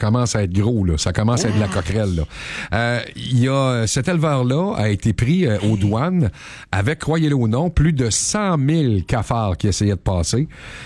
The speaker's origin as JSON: {"language": "French", "region": "Quebec", "country": "Canada", "said": "chez nous au Québec"}